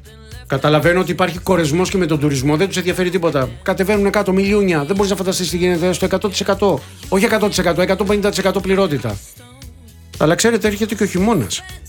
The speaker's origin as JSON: {"language": "Greek", "town": "Molaoi", "region": "Peloponnese", "country": "Greece", "tie": "born or raised there", "said": "Ακούστε λίγο τώρα εκεί κάτω στα μέρη μου."}